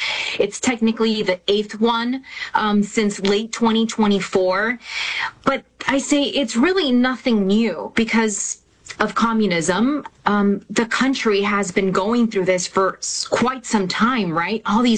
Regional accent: Florida, United States; I'm a mutt. First and foremost, America. I was, you know, born here, born and raised in South Florida. So I'm, first of all, an American.

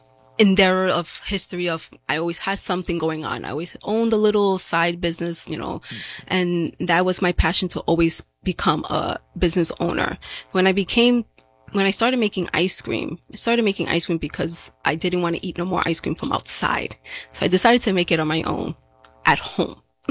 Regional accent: Brooklyn, New York, United States; now in Dutchess County, United States; So originally I come from New York City. So I'm from Brooklyn. I moved up here to Dutchess County.

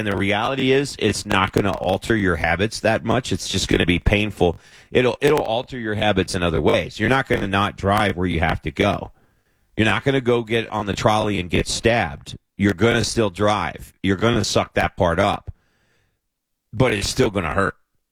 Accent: Kentucky, United States; moved away; my home state of Kentucky

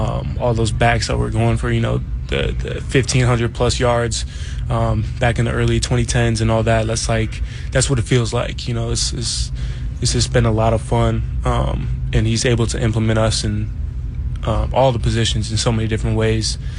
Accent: Wisconsin, United States; moved away; especially a Wisconsin native.

